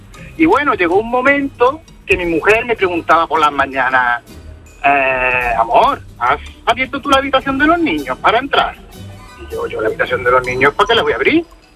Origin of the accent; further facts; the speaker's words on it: Moriles, Andalusia, Spain; now in Palma de Mallorca, Spain; Soy de Córdoba, soy de un pueblecito de Córdoba.